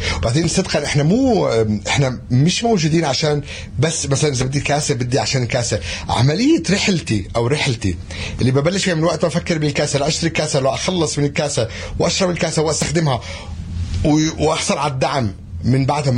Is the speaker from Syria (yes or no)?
no; Palestine; بفتخر أكيد بفلسطينيتي لما أنا أروح، أنا فلسطيني بمثل بلدي